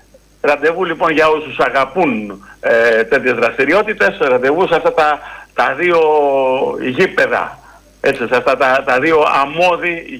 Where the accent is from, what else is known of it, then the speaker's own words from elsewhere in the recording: Greece; εμείς ως Έλληνες έχουμε την κουλτούρα των σπουδών.